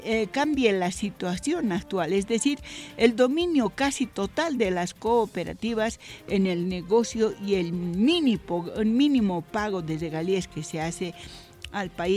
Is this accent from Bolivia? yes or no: yes; Bolivia; Somos los propios bolivianos que en este momento estamos cometiendo ciertos actos de ilegalidad